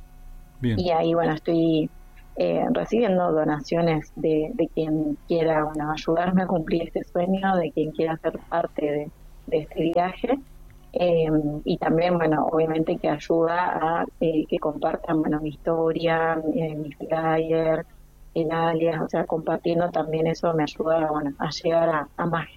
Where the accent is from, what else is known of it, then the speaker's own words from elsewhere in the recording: Caleta Olivia, Santa Cruz, Argentina; born there; Mis papás no, yo y mis hermanos sí, nacimos todos en Caleta.